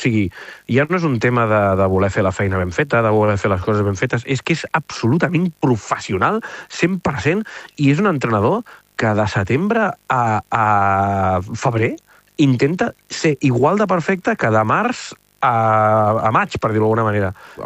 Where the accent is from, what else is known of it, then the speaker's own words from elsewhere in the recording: Catalonia, Spain; com que som catalans